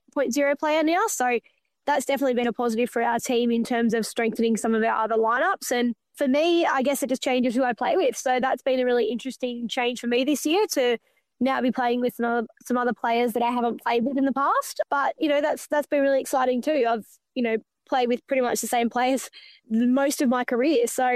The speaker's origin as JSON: {"language": "English", "town": "Bathurst", "region": "New South Wales", "country": "Australia", "tie": "born or raised there", "said": "always growing up in Bathurst, had a very positive sporting relationship"}